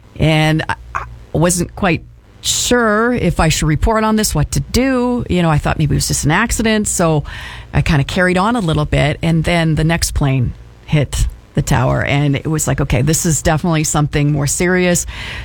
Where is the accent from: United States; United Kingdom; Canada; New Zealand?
Canada; being a Canadian on American soil